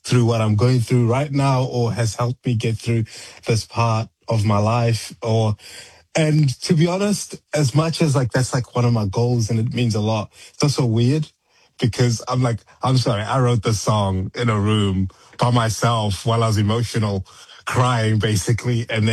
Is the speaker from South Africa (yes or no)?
yes; South Africa; born or raised there